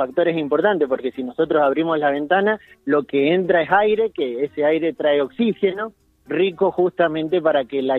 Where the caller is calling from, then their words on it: Mendoza, Argentina; De Mendoza, acá de Ciudad.